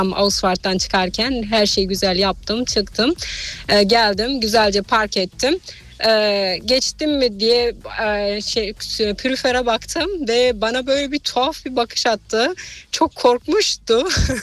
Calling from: Frankfurt, Hesse, Germany; Ben de Frankfurt'tan

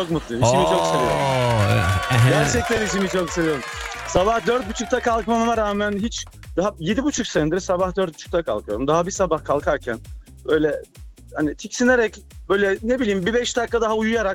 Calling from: Stuttgart, Baden-Württemberg, Germany; Merhaba Fatih, ben Stuttgart'tan.

